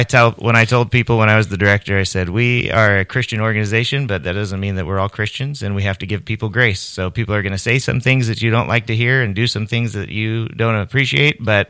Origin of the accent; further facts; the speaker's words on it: Palo Cedro, California, United States; But I grew up in Palo Cedro.